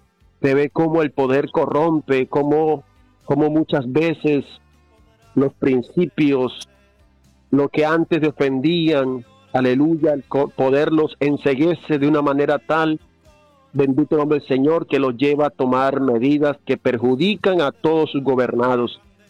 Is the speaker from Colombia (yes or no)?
yes; Colombia; nuestra responsabilidad como ciudadanos colombianos